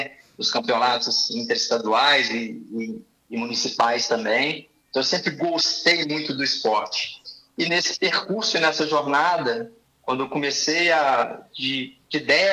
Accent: Nova Lima, Minas Gerais, Brazil; moved away as an adult; now in Belo Horizonte, Brazil; Eu sou de Nova Lima. Eu nasci em Nova Lima, hoje eu moro em Belo Horizonte, sou casado há 12 anos, mas minha infância toda foi em Nova Lima, então minha família é de lá

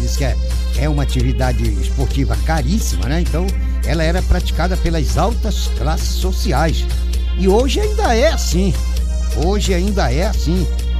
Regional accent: Brazil; Nós, como brasileiros

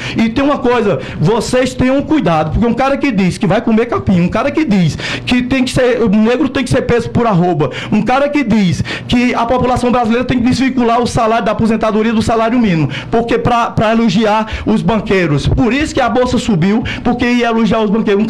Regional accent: Northeast Region, Brazil; Foi Lula que mandou você, Luciano, e Kennedy e eu comer capim, que sou nordestino?

